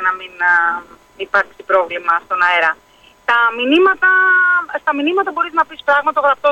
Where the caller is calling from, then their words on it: Kavala, Eastern Macedonia and Thrace, Greece; Από την Καβάλα.